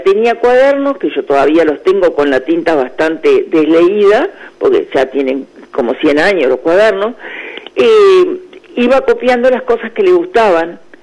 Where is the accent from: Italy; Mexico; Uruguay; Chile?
Uruguay; Tacuarembó; en el interior, como yo soy de Tacuarembó